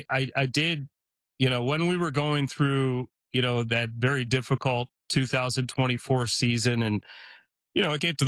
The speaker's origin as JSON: {"language": "English", "town": "Detroit", "region": "Michigan", "country": "United States", "tie": "born or raised there", "said": "I grew up in Detroit, and I'm a Lions fan."}